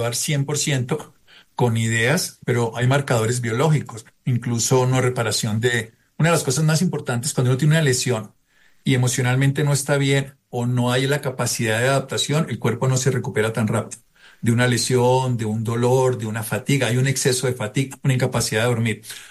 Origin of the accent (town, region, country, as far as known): Colombia